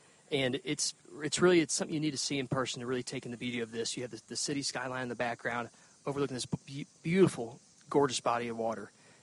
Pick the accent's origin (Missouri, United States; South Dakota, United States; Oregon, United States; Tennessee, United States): Missouri, United States; I grew up in Missouri, was in the outdoors my entire life.